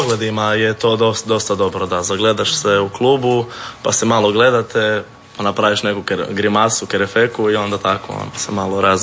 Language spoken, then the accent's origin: Croatian; Lovran, Primorje-Gorski Kotar County, Croatia; ja sam inače iz Lovrana, iz Opatije